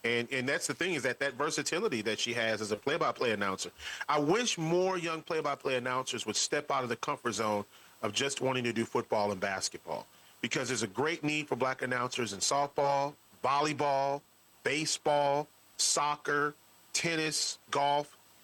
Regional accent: Beloit, Wisconsin, United States; when I grew up in Beloit, Wisconsin. We're not talking about the Mecca for urban radio.

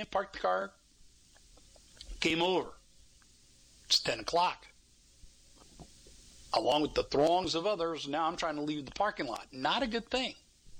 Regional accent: Texas, United States; born or raised there

